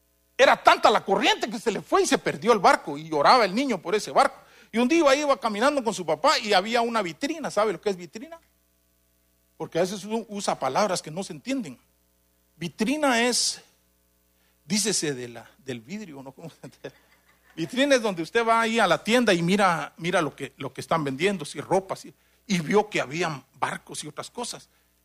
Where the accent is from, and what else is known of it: Guatemala; moved away